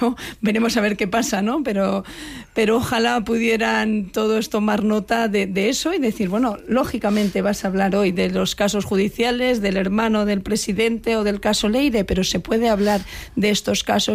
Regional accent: Spain; now in Madrid, Spain

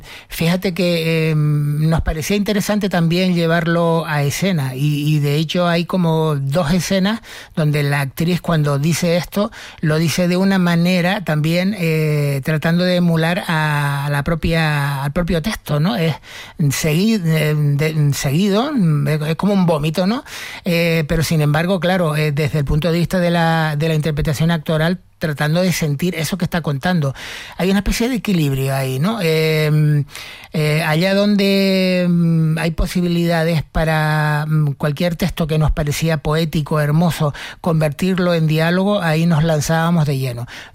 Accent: Tejina, Canary Islands, Spain; yo, en mi pueblo, en Tejina, en el que nací

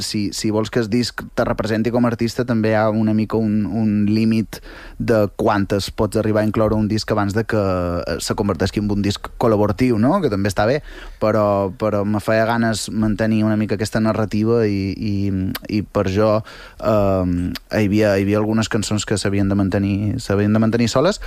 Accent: Santa Maria del Camí, Balearic Islands, Spain; born there; estaré en el meu poble, Santa Maria del Camí

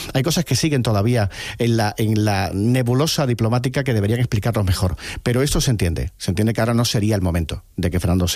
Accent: Andalusia, Spain; Y mira que estoy en la distancia, que estoy todavía disfrutando de mi tierra, ¿no? De tierras gaditanas

